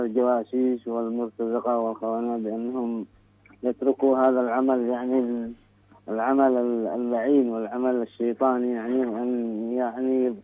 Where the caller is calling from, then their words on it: Sanaa, Amanat Al Asimah, Yemen; من العاصمة صنعاء.